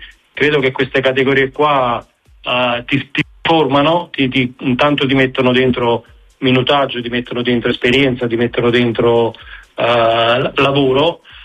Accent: Naples, Campania, Italy; soprattutto per me da napoletano

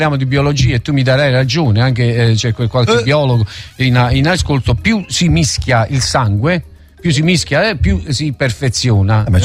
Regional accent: Southern Italy, Italy; noi del sud siamo un po' differenti da quelli del nord

